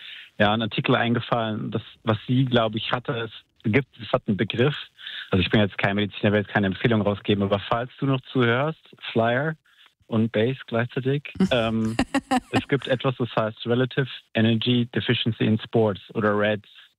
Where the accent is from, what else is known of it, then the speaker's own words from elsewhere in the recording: Poland; Nein, ich kann das R rollen, also ich bin aus Polen.